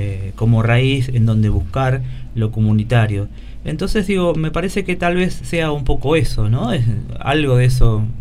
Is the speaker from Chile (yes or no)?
no; Argentina